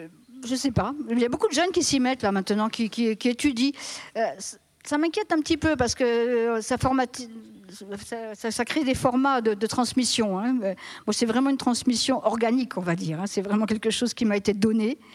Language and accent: French; Grand Est, France; Et puis, en plus, moi, je venais de la Marne. Il a fallu apprendre ici.